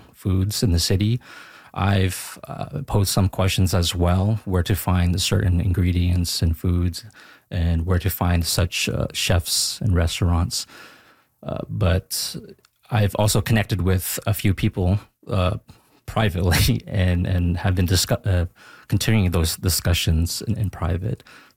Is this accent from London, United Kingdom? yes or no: yes; London, United Kingdom; moved away as an adult; also born or lived in Cambodia; before coming here to London, where I grew up, actually, it's my hometown, I was in Cambodia